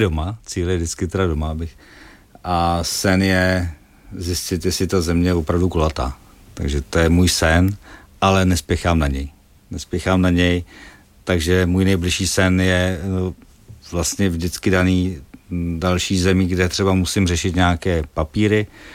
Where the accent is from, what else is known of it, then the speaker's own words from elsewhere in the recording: Želeč, South Bohemian Region, Czechia; musím říct, že jsem jel ze Želče u Tábora, protože jsem minule dostal od mých faninek, které jsou teda generaci starší než já, ale to je můj nejsilnější fanklub u nás ve vsi